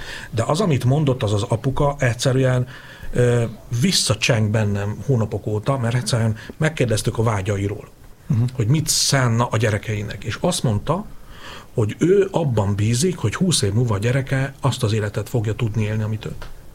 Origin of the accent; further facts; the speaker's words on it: Hungary; egyfelől vidéken születtem, ebben nőttem fel, tehát én nagyon jól látom.